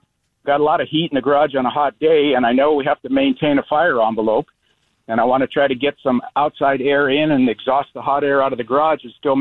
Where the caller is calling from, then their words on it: Wentzville, Missouri, United States; I'm calling from Wentzville, Missouri.